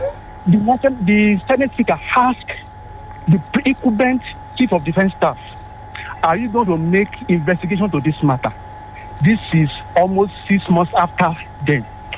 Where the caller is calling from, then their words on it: Ilorin, Kwara, Nigeria; from Ilorin.